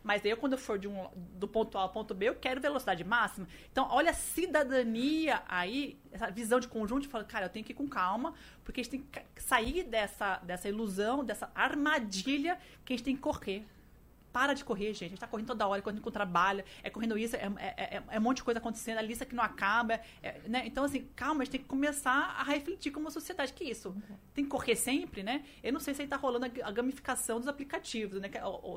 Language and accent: Portuguese; Brazil; a gente é brasileiro. A gente tá morando numa cidade.